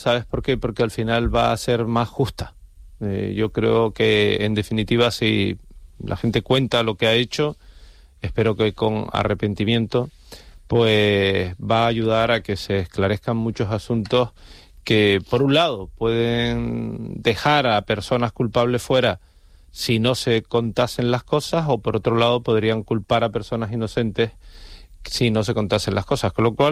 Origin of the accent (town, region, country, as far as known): Canary Islands, Spain